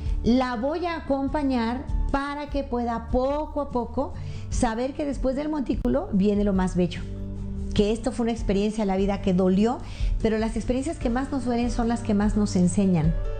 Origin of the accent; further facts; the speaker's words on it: El Paso, Texas, United States; born there; donde yo nací. Saludo a todos los paseños.